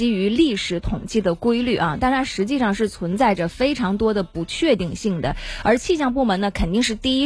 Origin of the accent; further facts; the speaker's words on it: Northeast China, China; 这个对于我们东北人来说，其实考验还是挺大的